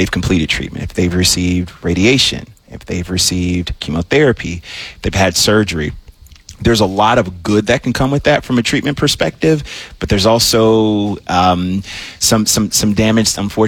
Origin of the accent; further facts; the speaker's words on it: the South, United States; also born or lived in Memphis, Tennessee; now in Atlanta, United States; I'm from the South